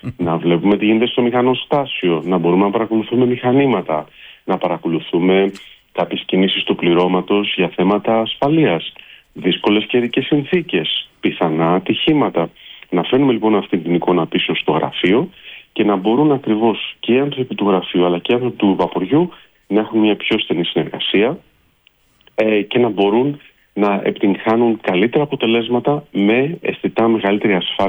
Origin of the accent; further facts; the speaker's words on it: Epirus, Greece; Η καταγωγή είναι από τα ορεινά της Ηπείρου, από ένα χωριό από τα ορεινά της Άρτας.